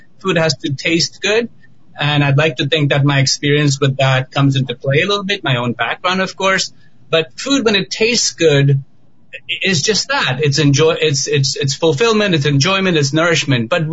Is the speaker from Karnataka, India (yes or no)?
no; Mumbai, Maharashtra, India; moved away as an adult; And I grew up a vegetarian in India and in Mumbai, and I came to this country over 21 years ago.